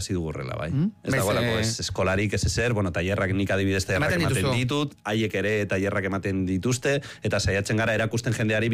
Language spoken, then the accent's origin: Basque; Bilbao, Basque Country, Spain; nik Bilbotik nator, eta Bilbon aste santuan nazarenoak daramatzaten nola egurrezko kutsatxo bat, tamborrean, eta horrelako zerbait egiten